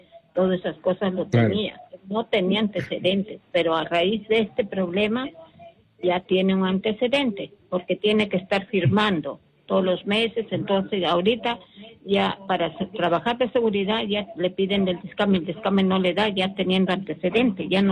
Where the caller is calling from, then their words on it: Piura, Peru; de Piura.